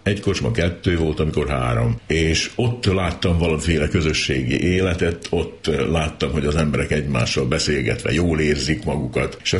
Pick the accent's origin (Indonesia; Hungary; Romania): Hungary; born there; Tornyoson születtem, de az én édesapám nem érezte ott jól magát